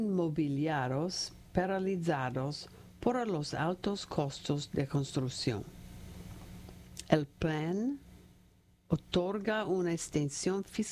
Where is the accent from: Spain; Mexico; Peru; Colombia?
Peru; now in Massachusetts, United States; Como inmigrante peruano nacionalizado norteamericano, me siento más conectado con el país que me abrió las puertas a la superación